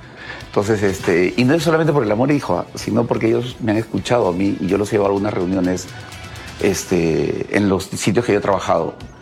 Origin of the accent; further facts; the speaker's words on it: Peru; la joya del turismo que tenemos como peruanos